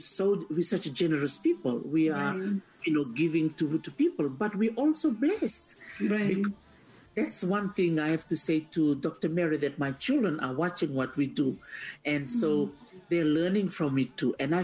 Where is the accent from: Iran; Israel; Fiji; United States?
Fiji; now in England, United Kingdom; I'm from Fiji and I'm in this room in England.